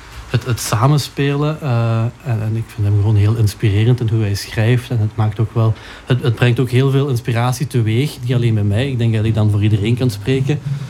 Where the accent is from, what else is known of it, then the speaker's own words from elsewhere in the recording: Hasselt, Flanders, Belgium; now in Leuven, Belgium; Ik ben oorspronkelijk van Hasselt, maar ik woon ondertussen in Leuven